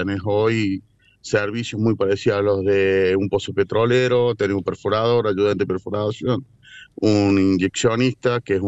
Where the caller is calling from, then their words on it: Córdoba, Argentina; Acá en Córdoba, sí.